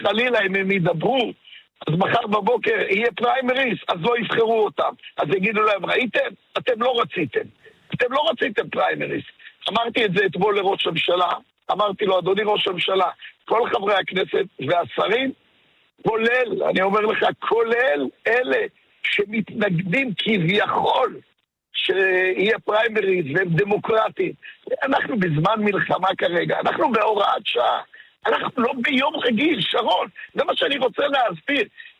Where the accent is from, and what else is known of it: Dimona, Southern District, Israel